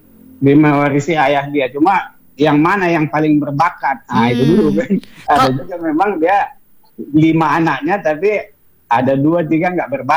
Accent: Mandailing Natal, North Sumatra, Indonesia; born there; moved away; kami tinggal di kampungnya Hasibuan.

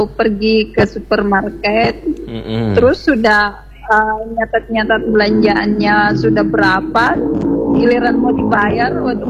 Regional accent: Pinrang, South Sulawesi, Indonesia; Orang Pindrang.

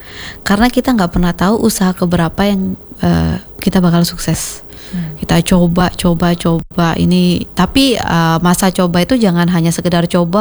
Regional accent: Java, Indonesia; Waduh, saya ini orang Jawa gitu ya.

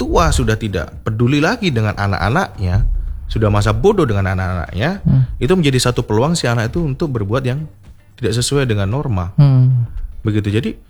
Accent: Yogyakarta, Special Region of Yogyakarta, Indonesia; moved away as an adult; now in West Sumatra, Indonesia; Penempatan pertama saya di Sumbar, cuman saya asli dari Jogja.

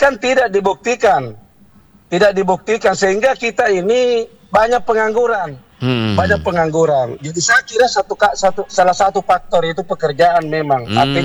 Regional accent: South Sulawesi, Indonesia; Contohnya kita punya pendahulu orang Sulsel ya, itu Syekh Yusuf, ya, itu Syekh Yusuf itu kita orang Bugis Makassar itu

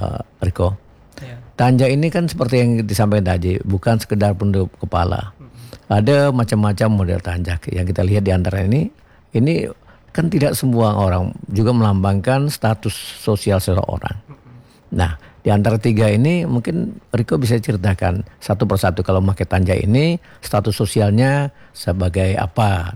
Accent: Riau, Indonesia; sebagai orang Melayu, orang bumi lancang kuning

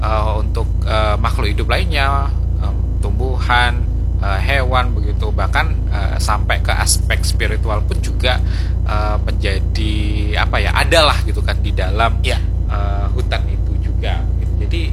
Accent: Java, Indonesia; Dan berhubung saya juga orang Jawa begitu, mungkin sekaligus menjawab tadi perspektif orang Jawa itu seperti apa sih gitu kan.

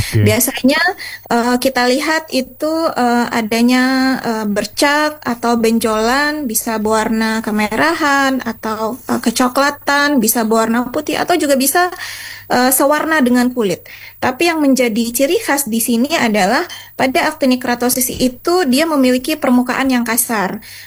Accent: Indonesia; kita orang Asia, terutama Indonesia

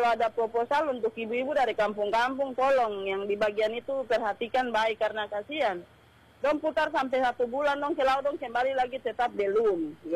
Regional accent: Nabire, Central Papua, Indonesia; sebagai anak Nabire

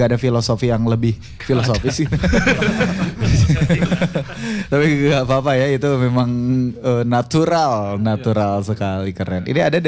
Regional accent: Bandung, West Java, Indonesia; Tapi jujur sih sebagai warga Bandung juga, saya ya kalau misalkan lihat Bandung dari napak kaki tuh beda kayak rasanya daripada pakai motor atau pakai mobil ya sebenarnya ya.

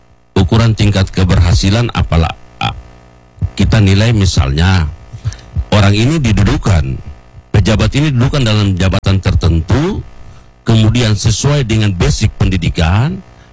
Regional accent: Papua, Indonesia; Bukan pula menghapus afirmasi bagi kami orang asli Papua.

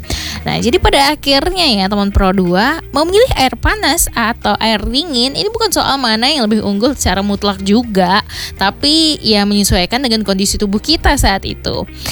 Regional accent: West Kalimantan, Indonesia; bagi kita nih warga Kalimantan Barat

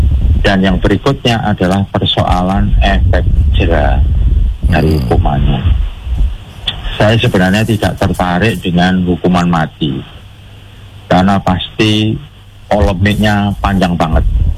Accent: Sidoarjo, East Java, Indonesia; Ini saya ini kan dari Sidoarjo nih, Jawa Timur.

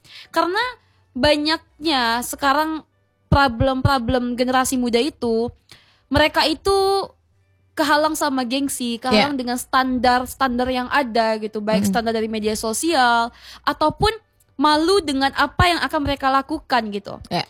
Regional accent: Sumatra, Indonesia; kita orang Sumatera

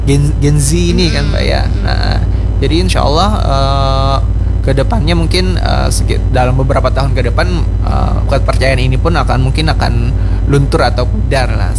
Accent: South Kalimantan, Indonesia; kadang ada juga dari budaya kita Banjar ini adalah menghitung nama kalau tidak salah.

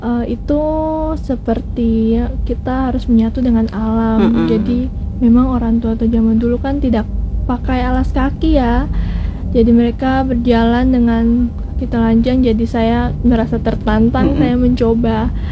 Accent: Ambon, Maluku, Indonesia; dari opa, ayah, sampai saya tinggal dan besarnya di Ambon, di kota Ambon.

